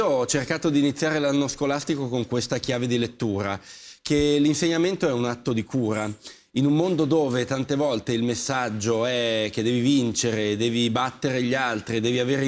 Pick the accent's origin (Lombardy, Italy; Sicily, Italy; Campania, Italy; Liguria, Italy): Lombardy, Italy; Milan; accent: Milanese; Io poi, dal mio accento, lo capite, vengo da Milano